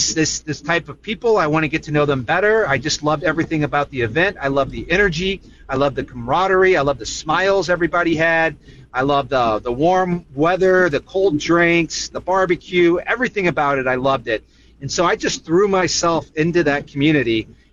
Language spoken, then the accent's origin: English; St. Louis, Missouri, United States; I'm originally from Missouri. I'm 50 years old, originally from St. Louis, and I grew up in St. Louis eating barbecue at a place called Bandanas, which is a regional spot.